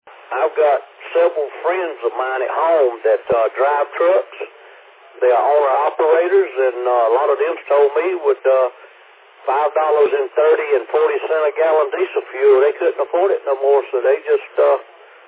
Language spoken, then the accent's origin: English; Fuquay-Varina, North Carolina, United States; I was born and raised in Fuquay